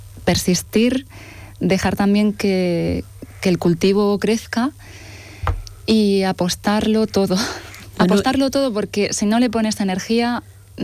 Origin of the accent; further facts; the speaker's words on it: Almería, Andalusia, Spain; a la gente de Almería, a mi gente, a mi tierra